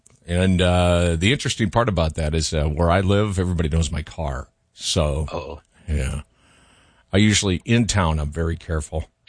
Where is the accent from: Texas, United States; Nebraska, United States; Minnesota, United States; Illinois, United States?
Minnesota, United States; moved away; growing up in Minnesota